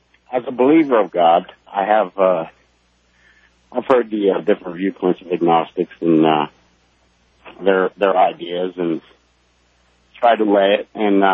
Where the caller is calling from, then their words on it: Pennsylvania, United States; I'm calling from Pennsylvania.